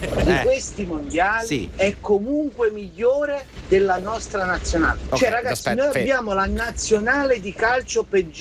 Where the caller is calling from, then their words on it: Milan, Lombardy, Italy; da Milano.